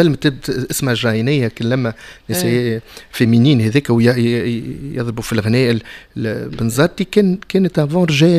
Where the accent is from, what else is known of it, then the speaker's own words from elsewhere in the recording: France; Arabic is a second language; now in Tunisia; واميني كنت مولود في فرنسا, عشت في فرنسا, تو عندي برسك 20 سنين نعيش في تونس. وعلاش التونسي متاعي مكسر؟